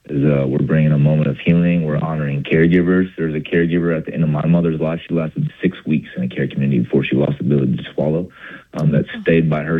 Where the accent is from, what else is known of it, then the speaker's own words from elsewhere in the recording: Iowa, United States; moved away as an adult; now in Nashville, United States; I was in Nashville. I'd been there for a couple of years. I grew up in Northeast Iowa